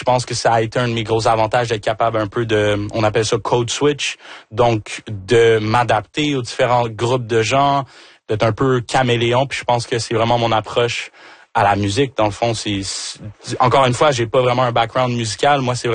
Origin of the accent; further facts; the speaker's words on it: Rouyn-Noranda, Quebec, Canada; born there; moi, je suis Québécois de chez Québécois, là, tu sais, je suis né ici, justement, à Rouyn-Noranda.